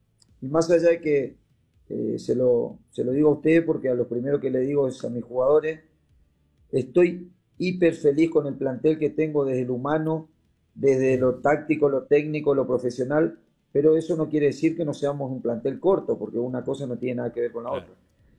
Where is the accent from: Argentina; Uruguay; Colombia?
Argentina; Reconquista, Santa Fe; also born or lived in Spain; now in Cusco, Peru; yo soy argentino, soy de Reconquista, pero hace 24 años que vivo en España. Uh-huh. Ahora hace 3 años, 4 que estoy acá en Perú por motivos laborales